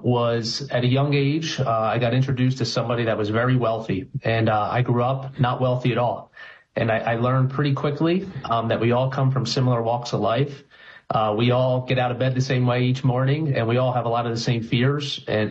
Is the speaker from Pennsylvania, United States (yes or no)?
yes; Philadelphia, Pennsylvania, United States; Herb, I grew up in the Overbrook section of Philadelphia. I'm the youngest of three. I have two older sisters.